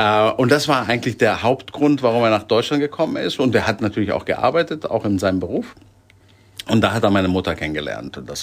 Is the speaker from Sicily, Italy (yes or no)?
yes; Sicily, Italy; also born or lived in Germany; er wollte ganz gerne, dass ich und meine Geschwister oder meine Geschwister und ich auf Sizilien aufwachsen, damit wir das mitbekommen. Und deswegen sind wir da hingezogen.